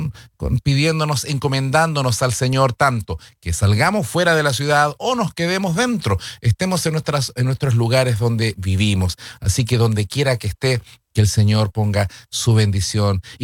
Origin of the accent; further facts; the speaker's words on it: Chile; como que ya está en el aire el poder compartir como chilenos, pero como cristianos.